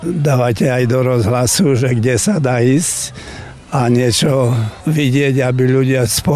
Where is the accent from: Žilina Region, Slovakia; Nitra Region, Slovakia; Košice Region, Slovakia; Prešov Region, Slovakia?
Košice Region, Slovakia; Košice; som z Košic.